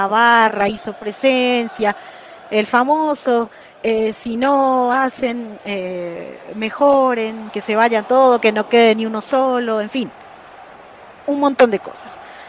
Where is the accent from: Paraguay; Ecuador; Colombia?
Paraguay; este sufrido país llamado Paraguay